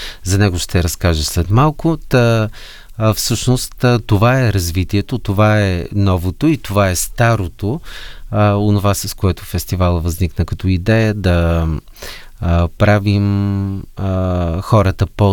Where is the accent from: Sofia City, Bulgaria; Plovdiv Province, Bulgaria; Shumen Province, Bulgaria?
Shumen Province, Bulgaria; Shumen; born or raised there; moved away